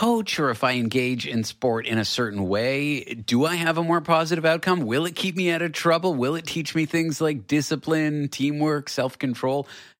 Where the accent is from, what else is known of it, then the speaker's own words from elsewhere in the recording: Canada; I'm from Canada and hockey was like very big growing up.